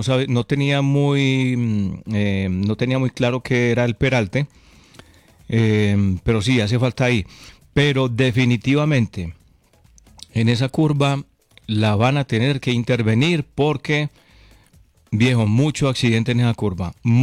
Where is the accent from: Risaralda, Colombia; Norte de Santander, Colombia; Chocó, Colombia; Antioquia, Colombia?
Antioquia, Colombia; Concordia